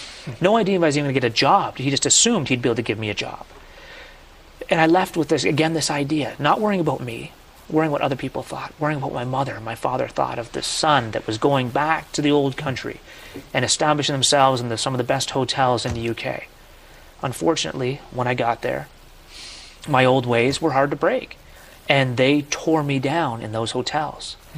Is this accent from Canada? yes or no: yes; Canada; As a Canadian, we played road hockey nonstop.